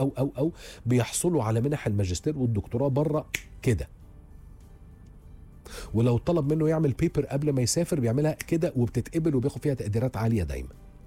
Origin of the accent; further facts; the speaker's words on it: Egypt; والمصريين دون أي شوفينية أو تحيز أو يعني انحياز لينا كمصريين، مصريين فعلا أذكياء جدا جدا